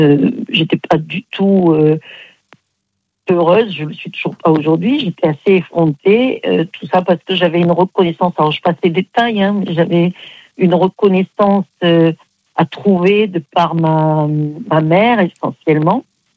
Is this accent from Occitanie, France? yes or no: no; Aix-en-Provence, Provence-Alpes-Côte d'Azur, France